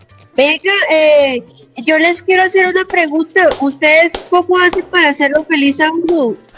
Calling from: Bogotá, Colombia; Desde acá, de Bogotá, desde Suba Rincón.

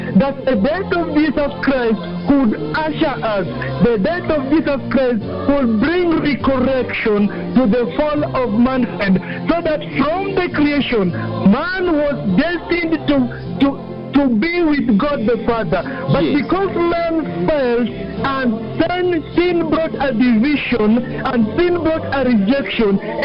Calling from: Imara Daima, Nairobi, Kenya; I'm calling live from Imara Daima.

